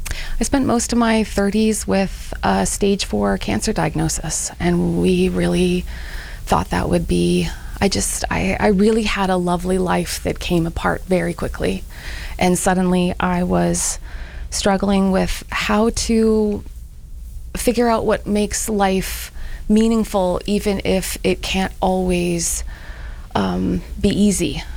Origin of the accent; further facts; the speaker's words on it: Canada; now in United States; I'm secretly Canadian